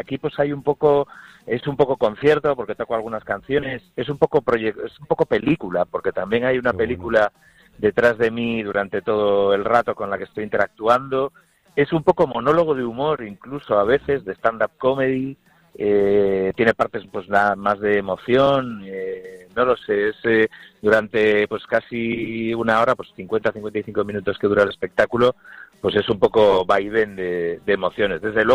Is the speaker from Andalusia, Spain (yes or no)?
no; Vigo, Galicia, Spain; cosas también que tienen que ver pues con mi infancia aquí en Vigo